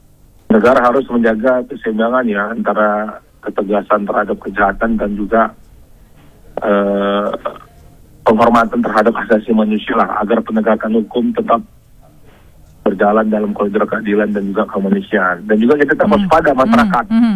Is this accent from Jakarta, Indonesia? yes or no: no; North Sumatra, Indonesia; Kebetulan saya orang Sumatera Utara, ya.